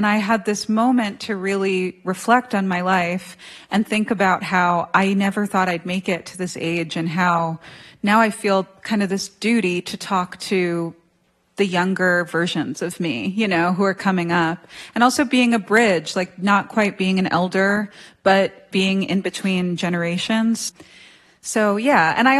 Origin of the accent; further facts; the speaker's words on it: New York City, New York, United States; growing up in New York City, I felt like you know I've lived in this place that everybody comes